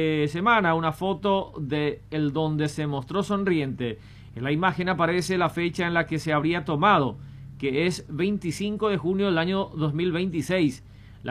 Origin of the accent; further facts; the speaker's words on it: Presidente Franco, Alto Paraná, Paraguay; aquí los anfitriones que somos nosotros los de Franco.